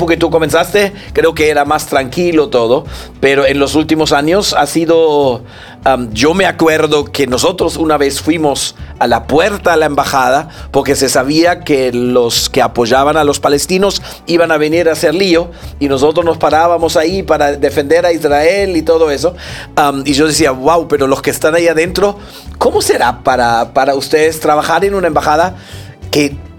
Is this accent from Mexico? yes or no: no; Germany; moved away; yo, siendo alemán